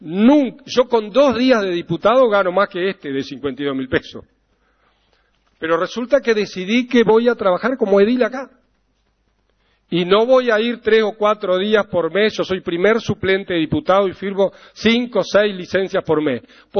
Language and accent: Spanish; Guichón, Paysandú, Uruguay; que soy de Guichón